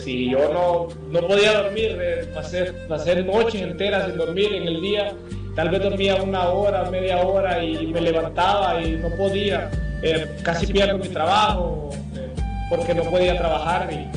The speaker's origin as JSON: {"language": "Spanish", "town": "Puerto Cortés", "region": "Cortés", "country": "Honduras", "said": "Vengo de Puerto Cortés."}